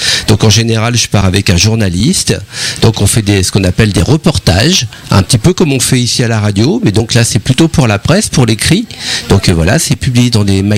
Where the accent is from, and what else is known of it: Rugles, Normandy, France; born or raised there